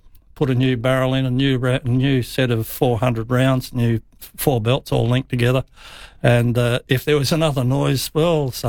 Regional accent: Adelaide, South Australia, Australia; born there; I was born in Adelaide. Parents both their families go right back to the early settlement of South Australia.

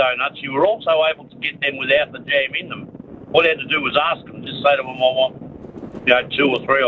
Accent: Melbourne, Victoria, Australia; No, I grew up in Melbourne. I live in Melbourne.

